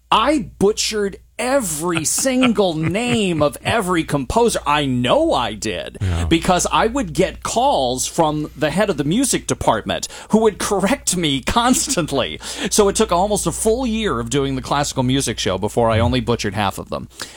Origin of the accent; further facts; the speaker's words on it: Binghamton, New York, United States; my hometown of Binghamton, New York